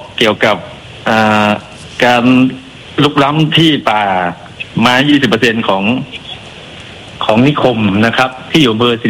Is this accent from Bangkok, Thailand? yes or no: no; Udon Thani, Thailand; คนอุดรธานีครับ